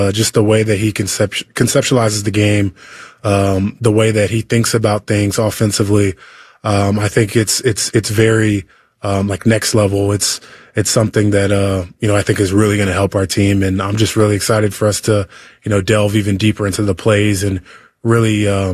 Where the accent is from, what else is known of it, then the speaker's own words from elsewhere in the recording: Maryland, United States; I grew up in Maryland. We get some similar weather there.